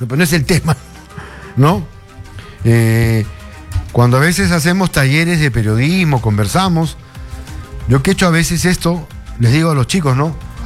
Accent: Lima, Peru; Yo soy limeño, yo soy recontra mazamorrero.

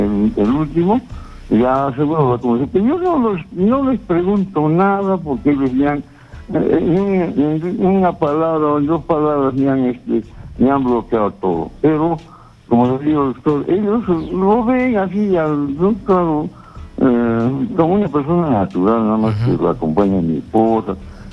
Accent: Puno, Peru; Yo soy de Puno, entonces se ha ido a Arequipa

